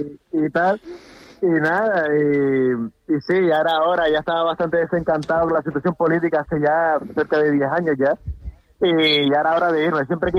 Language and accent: Spanish; Telde, Canary Islands, Spain; moved away as an adult; now in Berlin, Germany; Yo en Las Palmas, soy de Gran Canaria, del municipio de Telde, del barrio de La Pardilla.